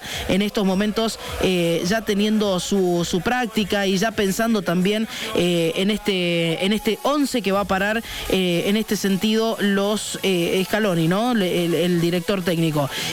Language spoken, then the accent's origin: Spanish; Argentina